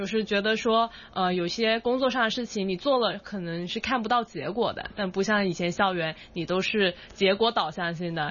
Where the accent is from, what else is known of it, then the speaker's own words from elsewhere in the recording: Guangzhou, Guangdong, China; first language Cantonese; moved away as an adult; now in Hong Kong; 因为我本身是广州人嘛，其实粤语也算是我的母语之一。